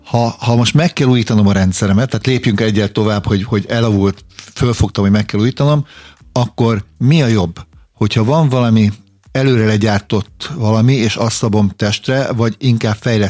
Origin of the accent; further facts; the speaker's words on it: Hungary; amúgy is magyarok vagyunk